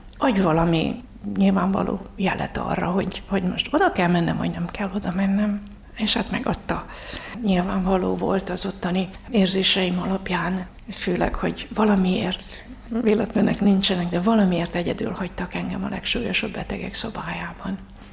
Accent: Debrecen, Hajdú-Bihar, Hungary; Hát én Debrecenben nőttem föl

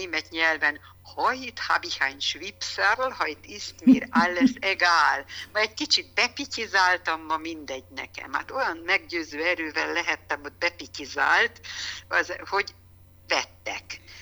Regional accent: Hungary; moved away as an adult; also born or lived in Germany; én Magyarországról jövő ember voltam

